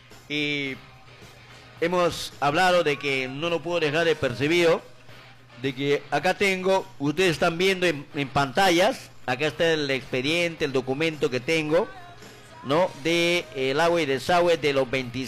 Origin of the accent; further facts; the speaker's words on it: Aguaytía, Ucayali, Peru; born there; Yo estimo mi pueblo, quiero mi pueblo, aquí nací en este pueblo